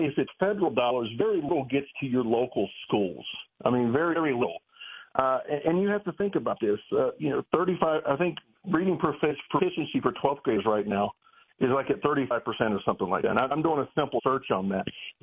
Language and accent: English; Tennessee, United States; I'm from Tennessee